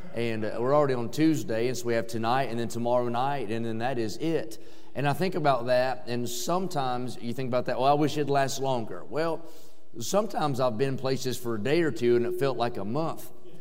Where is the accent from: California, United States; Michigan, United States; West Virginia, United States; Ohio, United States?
West Virginia, United States; I grew up in West Virginia, and it's a little bit prettier here than where I'm from because our hills are so close together you can't tell where we have any.